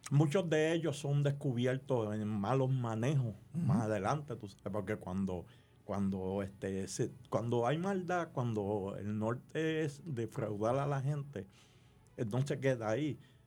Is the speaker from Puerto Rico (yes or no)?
yes; Puerto Rico; yo soy boricua